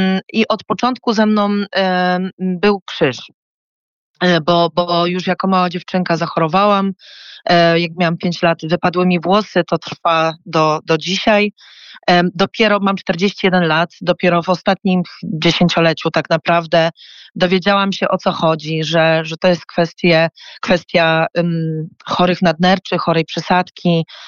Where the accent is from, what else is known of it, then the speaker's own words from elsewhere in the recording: Nowy Targ, Lesser Poland, Poland; no ja jestem z Podhala, z Nowego Targu i z Zębu też pochodzi moja rodzina.